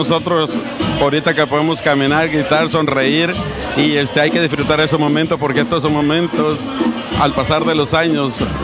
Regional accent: El Salvador; como nosotros salimos de aquí de El Salvador por medio de la guerra

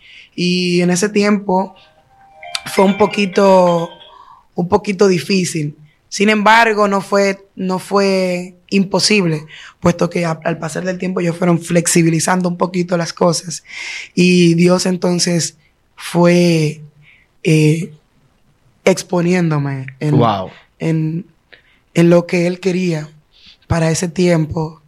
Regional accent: Villa Altagracia, San Cristóbal, Dominican Republic; moved away as an adult; yo vengo de un batey de Villa Altagracia, se llama Básima. Yo crecí ahí junto a mi familia. Nunca salí de ahí hasta ahora que me casé.

